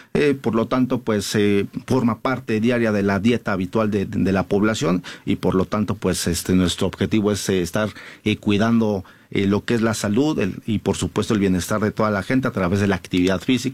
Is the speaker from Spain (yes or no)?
no; Mexico